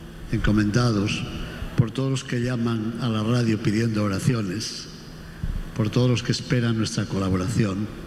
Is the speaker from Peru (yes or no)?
no; Spain; moved away; mi tierra, a España